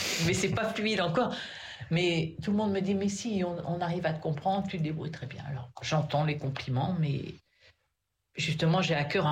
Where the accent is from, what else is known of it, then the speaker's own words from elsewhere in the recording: Nantes, Pays de la Loire, France; moved away as an adult; now in La Rochelle, France; je suis nantaise